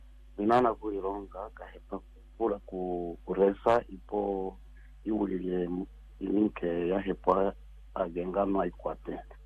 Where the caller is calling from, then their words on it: Windhoek, Khomas, Namibia; I'm calling from Windhoek, Ochomise.